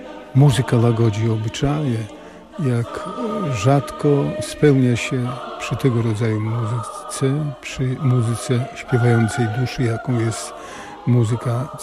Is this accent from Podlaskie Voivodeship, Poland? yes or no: yes; Podlaskie Voivodeship, Poland; u nas na Podlasiu